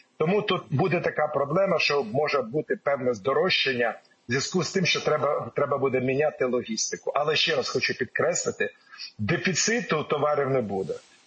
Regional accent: Pryluky, Chernihiv Oblast, Ukraine; Мої рідних Прилуках як ходили, так і ходять.

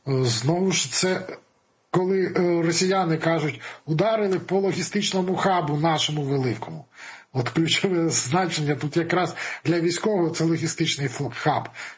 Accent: Poltava, Poltava Oblast, Ukraine; Я як полтавчанин кажу того словами полтавського Палія, пам'ятаєте, а воно мені подобається.

